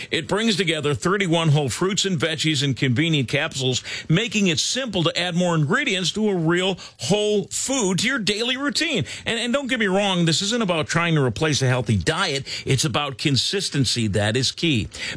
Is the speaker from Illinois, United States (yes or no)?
yes; Chicago, Illinois, United States; You know, as a kid growing up in Chicago, I never thought I'd be able to sit in this chair and say the mighty call letters WLS.